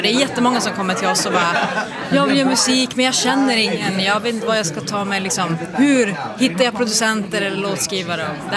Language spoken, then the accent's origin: Swedish; Pajala, Norrbotten County, Sweden; jag kommer från Pajala. Pajala har ju känts som att det är längst bort från allt